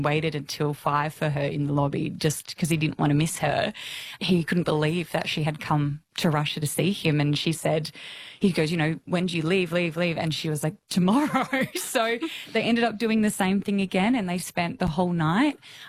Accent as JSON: {"language": "English", "town": "Heathridge", "region": "Western Australia", "country": "Australia", "tie": "born or raised there", "said": "I grew up in the suburb called Heathridge, which was close to Joondalup, so quite north. My parents, because I guess like my dad being an immigrant"}